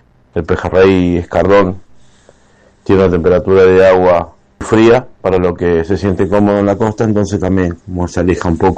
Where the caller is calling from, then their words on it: Miramar, Buenos Aires Province, Argentina; de Miramar.